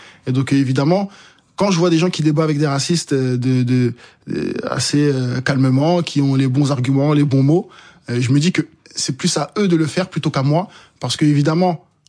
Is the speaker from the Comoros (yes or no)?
yes; Comoros; Alors, Mali, Sénégal, Congo. Et non, je suis comorien.